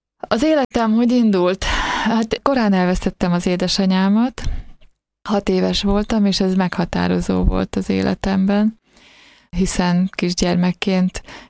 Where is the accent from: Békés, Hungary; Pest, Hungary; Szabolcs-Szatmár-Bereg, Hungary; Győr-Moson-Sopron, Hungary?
Békés, Hungary; moved away as an adult; Békésen születtem, ez egy kis város Békés megyében, Délalföldön. A viharsarok helye egyébként, és viharos időkben is születtem, mert 56. november 6-án